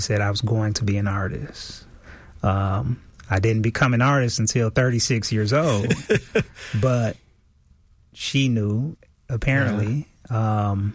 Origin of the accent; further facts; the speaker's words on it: Milwaukee, Wisconsin, United States; I was living in my hometown, Milwaukee, Wisconsin.